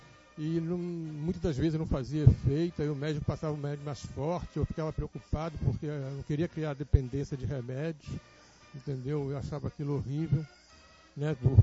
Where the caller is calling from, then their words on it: Queimados, Rio de Janeiro, Brazil; moro em Queimados.